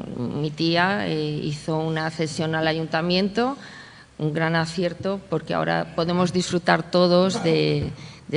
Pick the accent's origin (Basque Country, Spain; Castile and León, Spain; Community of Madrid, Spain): Castile and León, Spain; Tiedra; Soy de Tiedra, he vivido toda mi vida en Tiedra